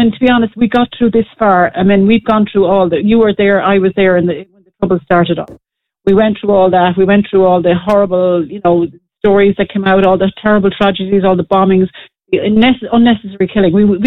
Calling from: Ireland

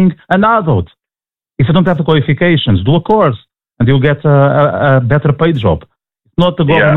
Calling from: Portugal; I'm Portuguese

